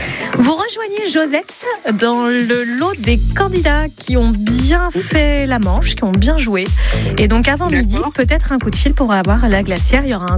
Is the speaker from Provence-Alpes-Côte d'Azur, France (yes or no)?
yes; Provence-Alpes-Côte d'Azur, France; accent: Vaucluse accent; L'anglais avec notre accent du Vaucluse